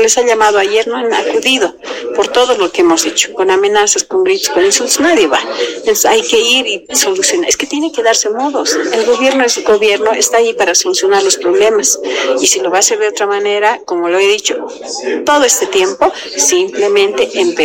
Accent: Bolivia

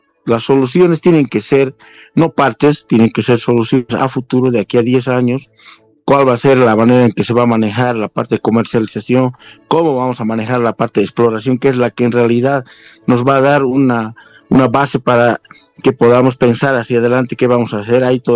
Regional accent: Bolivia; no podemos nosotros como bolivianos arriesgar 80 millones de dólares

